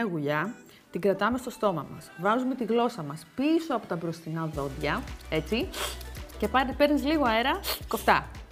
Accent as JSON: {"language": "Greek", "region": "Peloponnese", "country": "Greece", "said": "από τη Μεσσηνία που είναι και η πατρίδα μου."}